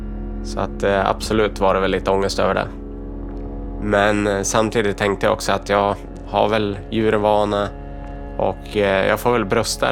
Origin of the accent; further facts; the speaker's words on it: Sweden; moved away; För ja, jag kommer från Sverige, jag var med våra djurregler och här får man inte ha en uggla.